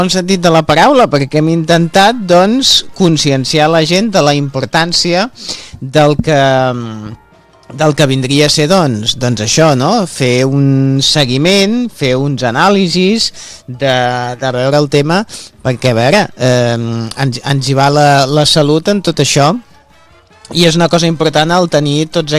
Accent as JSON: {"language": "Catalan", "town": "Constantí", "region": "Catalonia", "country": "Spain", "said": "som de Constantí, són del meu país, com les avellanes"}